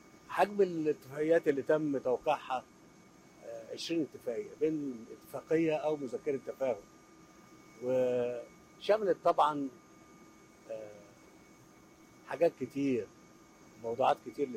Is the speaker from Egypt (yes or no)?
yes; Egypt; بلدنا مصر